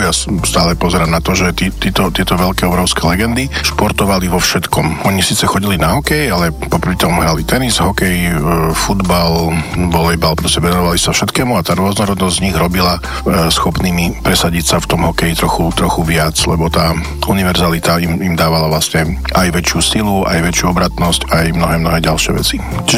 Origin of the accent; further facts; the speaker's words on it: Michalovce, Košice Region, Slovakia; najradšej do Michaloviec, do môjho rodného mesta